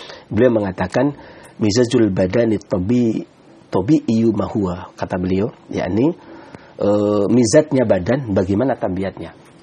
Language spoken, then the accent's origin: Indonesian; Pemalang, Central Java, Indonesia; born there; also born or lived in Cilacap; now in Bekasi, Indonesia; kayak misalkan saya lahir di Pemalang, maka tabiat saya adalah tabiat Pemalang. Setelah itu kemudian saya tinggal di agak lama 5 tahun lebih di Cilacap. Berarti mizat saya ya itu Cilacap. Saya punya mizat Cilacap. Ya, kemudian saya sekarang tinggal di Bekasi